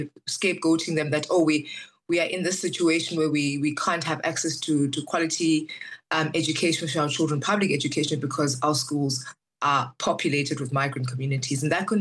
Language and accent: English; South Africa; I'm a South African myself